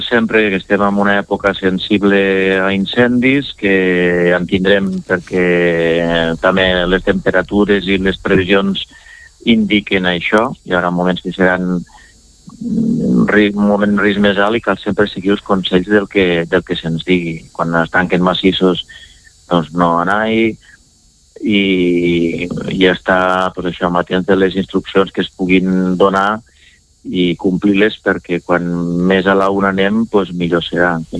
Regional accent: Catalonia, Spain; amb l'entorn una mica d'amics i de la zona d'on jo soc, que soc del Pallars

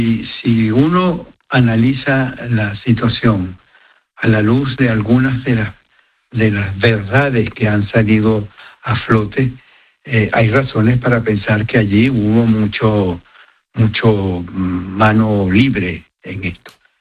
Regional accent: Venezuela; moved away; Por supuesto que somos los venezolanos los que lo sufrimos.

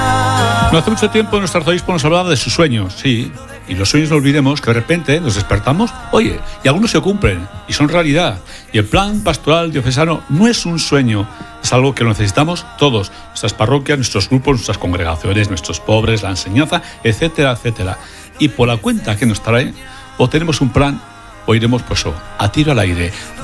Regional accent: Navarre, Spain; Eslava, cerca de mi pueblo, en Ujué

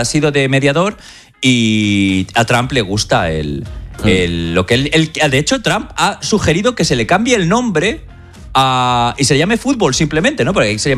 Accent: Spain; now in United States; Cabo Verde es una nación muy pequeña y somos muchos españoles aquí en Estados Unidos.

